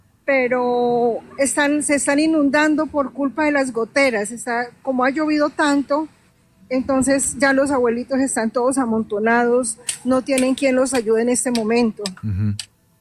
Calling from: Pereira, Risaralda, Colombia; Yo me encuentro en Pereira.

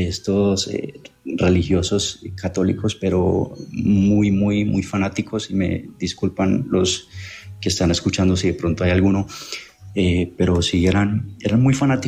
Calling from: Cartago, Valle del Cauca, Colombia; me comunico desde Valle del Cauca, en una ciudad llamada Cartago.

